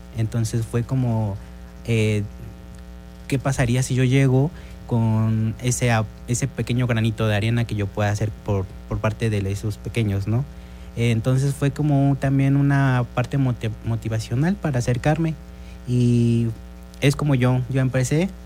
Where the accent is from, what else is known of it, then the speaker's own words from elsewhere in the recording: Mexico; moved away as an adult; now in Acatlán, Mexico; yo soy de Tultepec de Guerrero. Entonces, pero me tocó estar ahora sí que aquí en el municipio de Acatlán.